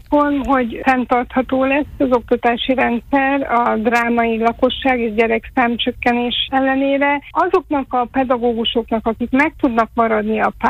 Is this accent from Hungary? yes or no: no; Transylvania, Romania